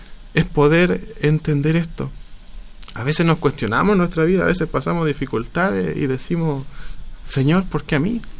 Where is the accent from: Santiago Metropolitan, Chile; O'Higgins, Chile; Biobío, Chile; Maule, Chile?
Biobío, Chile; Tomé; Soy oriundo de Yoicura, un sector de acá de la comuna de Tomé